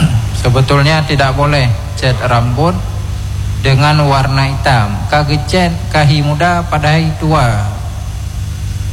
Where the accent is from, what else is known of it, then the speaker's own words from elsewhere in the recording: Aceh, Indonesia; Kebiasaan kita orang Aceh itu kalau sudah diundang itu serius.